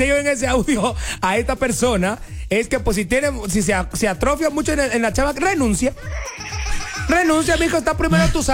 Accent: Veracruz, Mexico

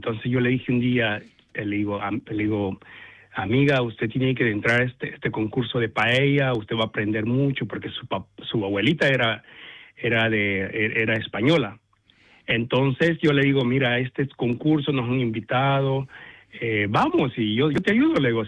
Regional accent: El Salvador; A mí, los platillos de mi región, yo soy del Salvador, y las pupusas son como el plato predilecto de los centroamericanos.

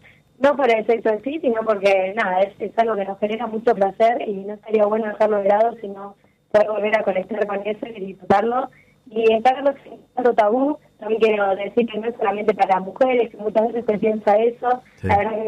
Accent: Buenos Aires, Argentina; yo soy de Buenos Aires, soy psicóloga, estudié psicología en la UBA

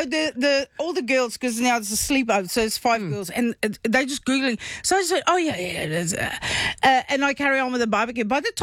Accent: South Africa; now in New Zealand; so I'm South African, I've got a charcoal barbecue outside.

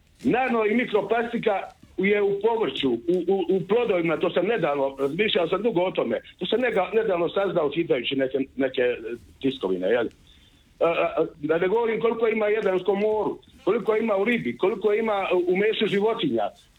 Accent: Knin, Šibenik-Knin County, Croatia

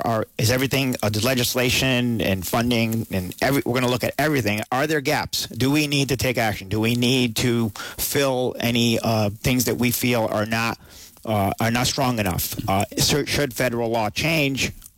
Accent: Rotterdam, New York, United States; born or raised there

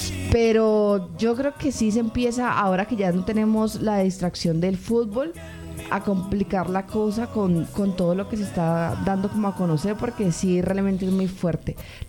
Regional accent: Colombia; now in Cali, Colombia

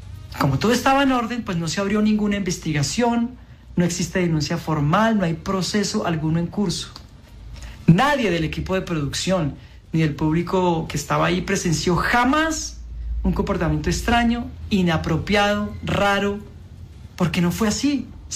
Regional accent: Colombia; soy actor colombiano.

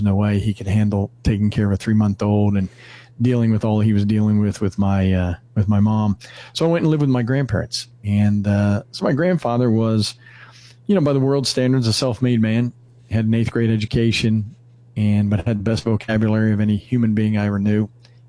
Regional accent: Northeast, United States; Growing up in the Northeast, you pretty well knew anybody who was a Christian, especially in my high school.

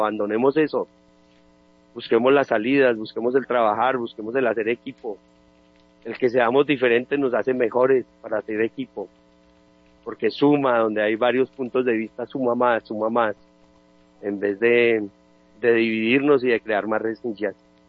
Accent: Colombia; todos nosotros como colombianos

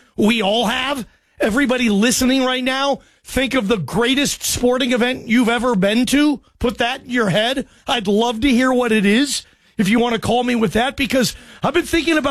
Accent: Seattle, Washington, United States; Guys, I'm from Seattle. I've seen more games in that stadium than any stadium ever. It's going to be weird seeing, like, my stadium.

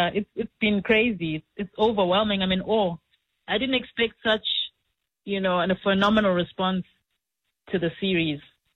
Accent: Bulawayo, Zimbabwe; English is a second language; So I'm a Zimbabwean. And I grew up in Bulawayo. I was raised in a very conservative Catholic home. And when I started working and my first job in Harare

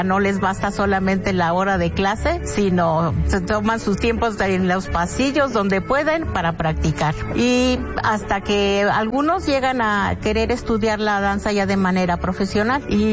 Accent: Mexico; Que los identifica como mexicanos, que sientan realmente ese amor por nuestras tradiciones

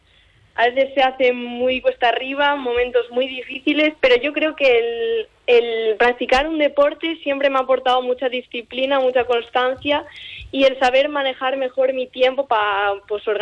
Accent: Xinzo de Limia, Galicia, Spain; representar a mi pueblo por todo lo alto

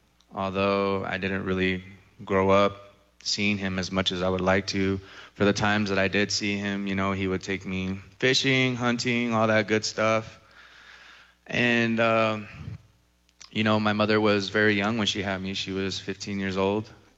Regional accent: Zuni, New Mexico, United States; born there; I was born here in Zuni, New Mexico on September 3rd, 1995.

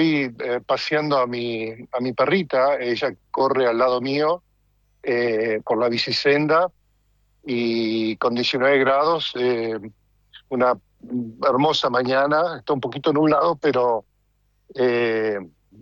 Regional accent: Argentina; now in North Holland, Netherlands

